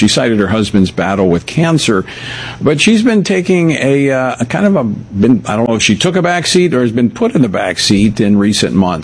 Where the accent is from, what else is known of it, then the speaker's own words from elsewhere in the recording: Louisiana, United States; My home state, Louisiana, Senator Bill Cassidy, he was bested by an endorsed candidate from President Trump.